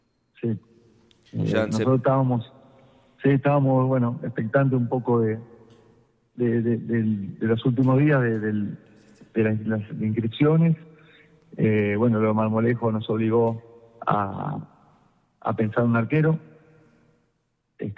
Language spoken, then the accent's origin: Spanish; Uruguay